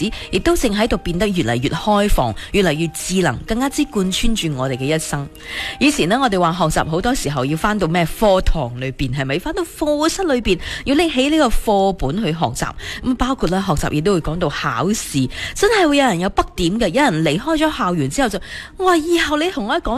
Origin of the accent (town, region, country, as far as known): Guangdong, China